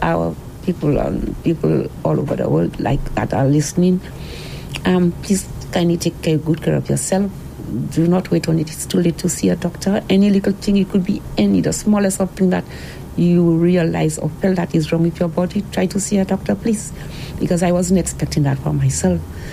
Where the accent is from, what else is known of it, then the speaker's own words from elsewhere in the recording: Babonneau, St. Lucia; now in Ciceron, Saint Lucia; And I'm from Babono, but live in Sisera.